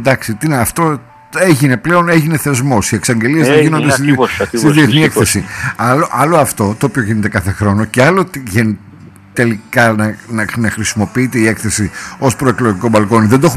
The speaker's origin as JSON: {"language": "Greek", "town": "Veria", "region": "Central Macedonia", "country": "Greece", "said": "δεν είμαι Σαλονικιός, από τη Βέρεια είμαι, το ξέρετε."}